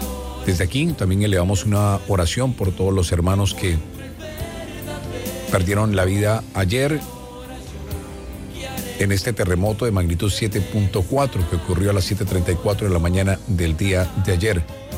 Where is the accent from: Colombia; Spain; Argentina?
Colombia; Abracémonos como colombianos. Hoy los invito entonces a que dedique un poquito de su tiempo y un pensamiento para nuestros hermanos que viven momentos complejos. Seguir orando por nuestro país